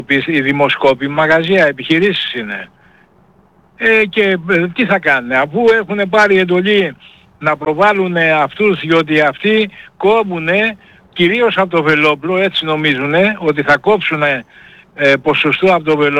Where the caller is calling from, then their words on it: Peloponnese, Greece; εμείς οι Πελοποννήσιοι